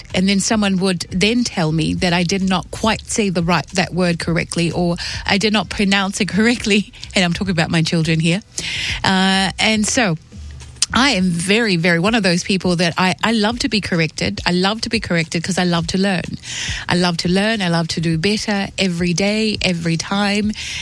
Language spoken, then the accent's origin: English; Tonga; English is a second language; And the other thing is, you know, English is not my first language at the same time. But I try to do my best every time I'm on here.